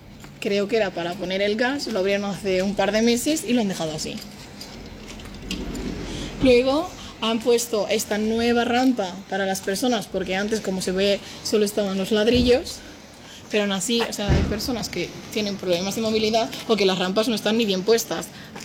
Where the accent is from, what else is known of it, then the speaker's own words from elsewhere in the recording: Spain; moved away as an adult; Yo me he criado aquí